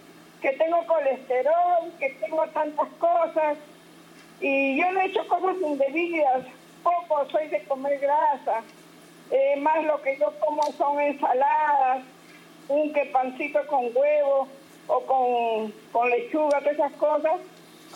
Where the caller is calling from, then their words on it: Tacna, Peru; Sí, estoy llamando de Tacna, jovencito.